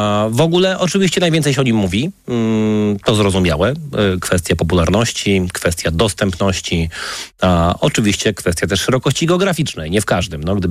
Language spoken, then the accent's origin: Polish; Wrocław, Lower Silesian Voivodeship, Poland; We Wrocławiu z racji urodzenia na początku lat 80. wychowywałem się